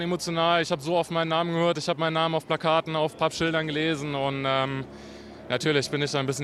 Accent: Neuwied, Rhineland-Palatinate, Germany; born there; now in Heidelberg, Germany; Ich bin der gebürtiger Neuwieder, jetzt wohnhaft in Heidelberg.

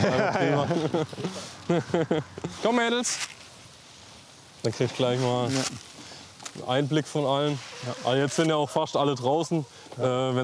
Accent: Baden-Württemberg, Germany; Ich glaube, bei uns in Baden-Württemberg sind es eher braune Eier.

